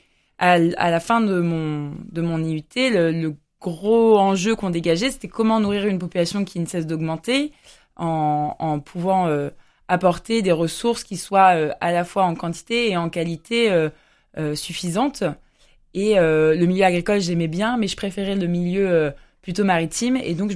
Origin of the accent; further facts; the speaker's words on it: Normandy, France; moved away; je suis normande